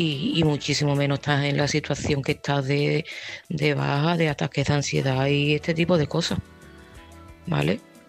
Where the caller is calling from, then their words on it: Seville, Andalusia, Spain; de Sevilla